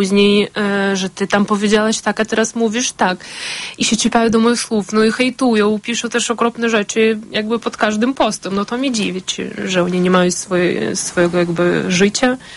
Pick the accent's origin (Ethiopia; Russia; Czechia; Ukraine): Ukraine; Polish is a second language; moved away as an adult; also born or lived in United States; now in Poland; bo jestem Ukrainką.